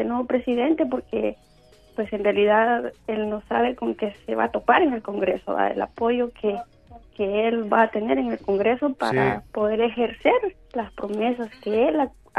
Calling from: El Salvador; yo soy de El Salvador

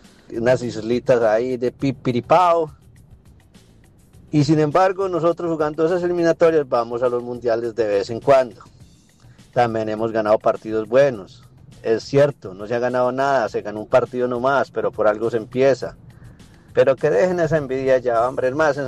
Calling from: Colombia

